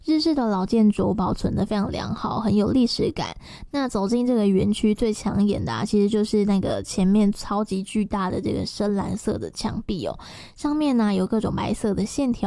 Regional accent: Tainan, Taiwan; 我本身是台南人嘛

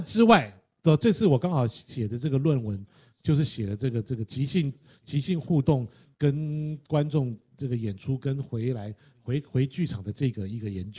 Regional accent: Taiwan; 我们就是台湾人

